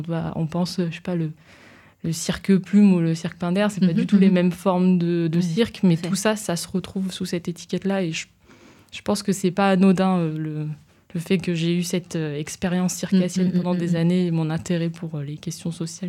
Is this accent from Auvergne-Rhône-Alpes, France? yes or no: yes; Grenoble, Auvergne-Rhône-Alpes, France; moved away as an adult; now in Valence, France; je suis grenobloise, mais je suis née à Grenoble, mais finalement. J'ai atterri dans la Drôme.